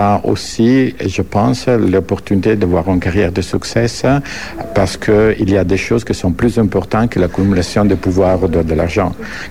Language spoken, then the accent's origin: French; Italy; je suis italien, je suis catholique